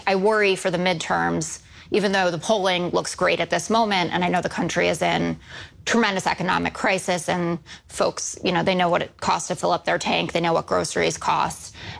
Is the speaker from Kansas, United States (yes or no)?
no; New York City, New York, United States; I grew up in New York City, a very liberal family, school with all liberals.